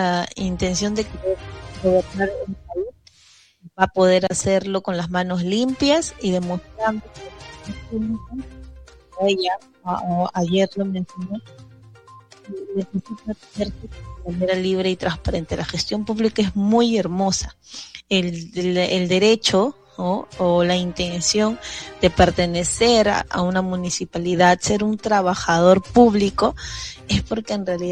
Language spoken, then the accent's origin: Spanish; Peru